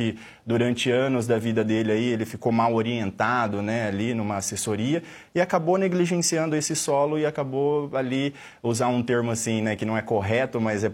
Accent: São Paulo, Brazil; Eu venho de uma região aqui do estado de São Paulo, uma região sucroenergética muito conhecida

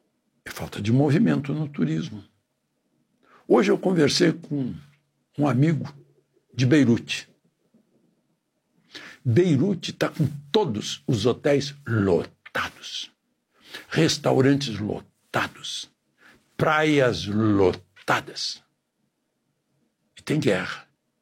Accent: Rio Grande do Sul, Brazil; amanhã lá no meu estado, Rio Grande do Sul

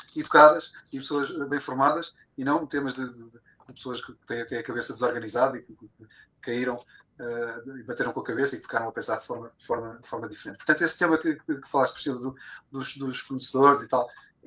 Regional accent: Lisbon, Portugal; eu sou de Lisboa

